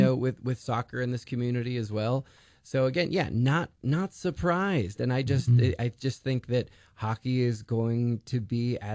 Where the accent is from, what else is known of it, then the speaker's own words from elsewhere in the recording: Rio Rancho, New Mexico, United States; I mean, I grew up going to Dukes games, and that was a tremendous time. And I grew up in Rio Rancho, drove all that way to go see Dukes games several times a year.